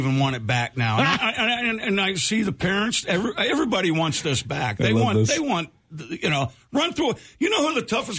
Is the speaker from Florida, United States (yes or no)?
yes; Pinellas Park, Florida, United States; also born or lived in Dunedin, Florida; I was born in Pinellas. Well, I live in Pinellas Park my whole life.